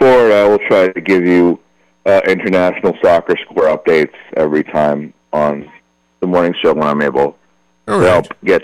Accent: United States; I was very, very proud of that as an American.

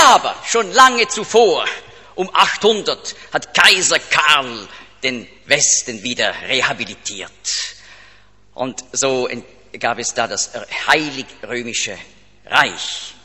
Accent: Switzerland; born or raised there

